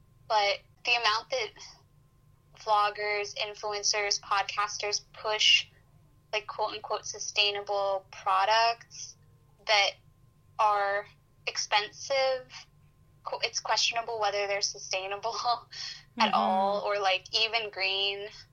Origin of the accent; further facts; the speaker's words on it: Vancouver, British Columbia, Canada; I'm from Vancouver and, I go to Victoria pretty frequently.